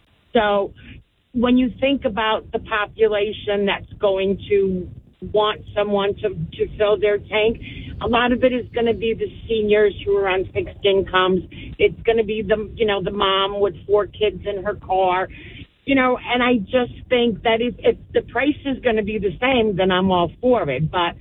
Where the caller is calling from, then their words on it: New Jersey, United States; I personally am a Jersey girl